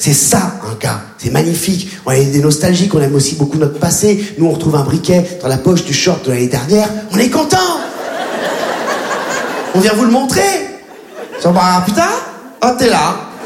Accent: Réunion; born or raised there

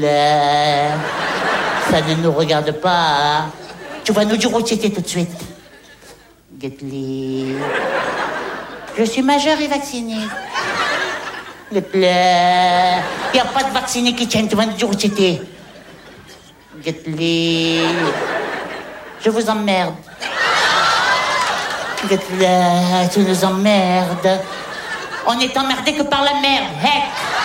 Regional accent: Hauts-de-France, France; Mais non, je suis du Pas-de-Calais. Je suis Pas-de-Calais.

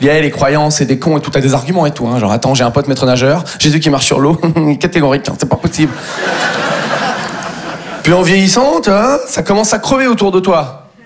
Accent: Nouvelle-Aquitaine, France; Moi, je viens du Poitou-Charente. Tout le monde s'en bat les couilles de nous, quoi.

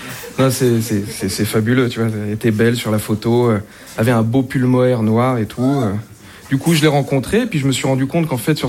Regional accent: Île-de-France, France; parce que j'aime bien les Moritos, je viens de Seine-et-Marne.

